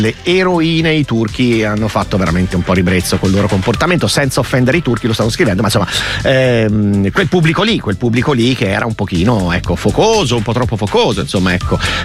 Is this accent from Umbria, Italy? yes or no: yes; Perugia, Umbria, Italy; Io vengo da Perugia, dove insomma abbiamo una squadra pazzesca femminile